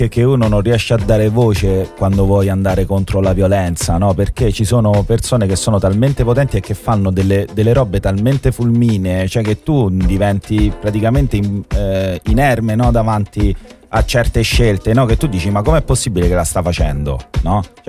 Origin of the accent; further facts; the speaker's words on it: Rome, Lazio, Italy; Io da romano